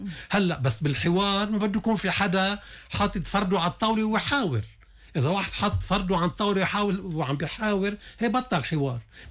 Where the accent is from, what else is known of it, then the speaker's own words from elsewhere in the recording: Lebanon; مشان هيك نحن مطلوب منا كلبنانيين نلتف قدر الإمكان على بعضنا ونفتش بسرعة عن حل سريع،